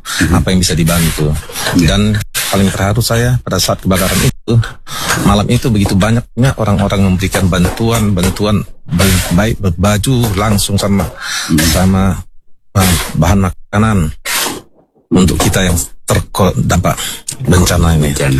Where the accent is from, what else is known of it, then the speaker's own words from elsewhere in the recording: Lhokseumawe, Aceh, Indonesia; also born or lived in Medan; Karena selain saya lahir di Medan, di Tapanuli, tapi saya besar di Aceh ini, khususnya di Kota Loksumawe.